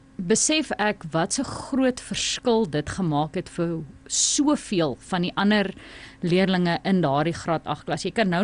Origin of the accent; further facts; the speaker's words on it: Windhoek, Khomas, Namibia; also born or lived in Pretoria; in Windhoek groot geword, Suiderhof primair, en toe in VHS.